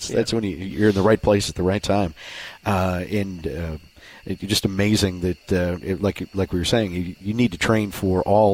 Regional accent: Midwest, United States; I grew up on Lake Michigan

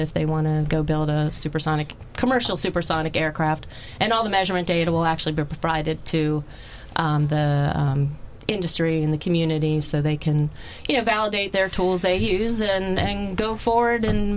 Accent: Philadelphia, Pennsylvania, United States; Oh, I'm from Philly.

